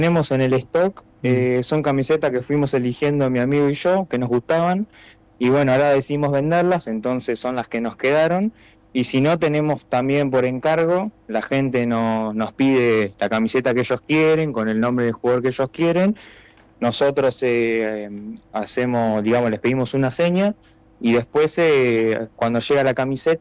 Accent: La Plata, Buenos Aires Province, Argentina; nosotros somos de La Plata

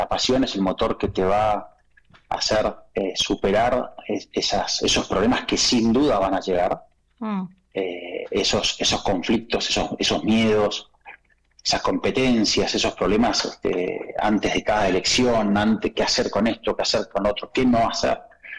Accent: Tigre, Buenos Aires Province, Argentina; Yo vengo del Tigre, con lo cual para nosotros el río, el delta, los arroyos es muy común.

